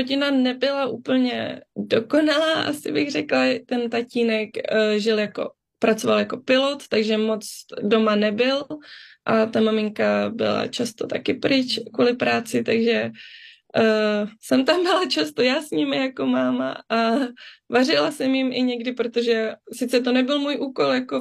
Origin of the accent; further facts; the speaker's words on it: Germany; Takže docela jsem ráda, že jsem vyrůstala v Německu.